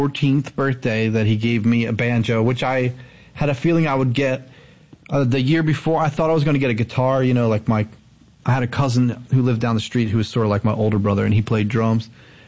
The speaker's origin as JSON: {"language": "English", "town": "Lansdowne", "region": "Pennsylvania", "country": "United States", "tie": "born or raised there", "said": "I grew up in Lansdowne, actually."}